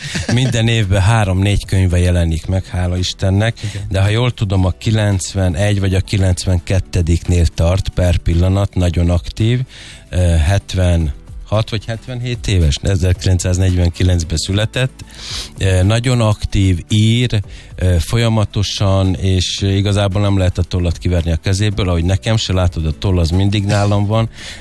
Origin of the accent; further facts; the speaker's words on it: Budapest, Hungary; born there; Szóval én ebbe születtem, ebbe a közegbe születtem, és hát a parlamentben nőttem föl, ez nem titok. Én ott nőttem föl